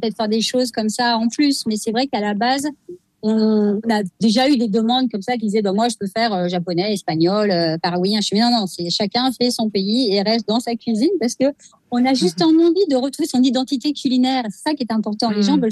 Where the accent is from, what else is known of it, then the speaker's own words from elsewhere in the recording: Paris, Île-de-France, France; c'est pour ça que Paris, on a fait ça à Paris depuis le début parce qu'on est parisien.